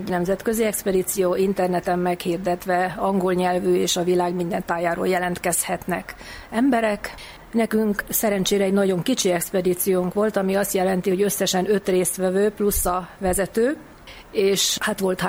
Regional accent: Budapest, Hungary; born there; Budapesten születtem.

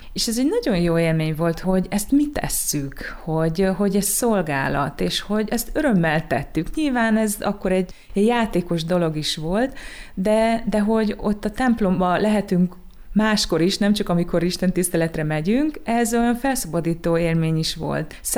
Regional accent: Transylvania, Romania; ugye Erdélyből származom

